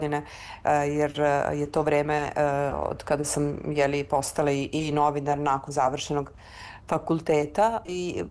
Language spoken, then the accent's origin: Serbian; Belgrade, Serbia; ja sam rođena na Vračaru, moj tata je rođen na Vračaru, ja sam tu negde provela svoje detinjstvo, išla sam u gimnaziju na Zelenom vencu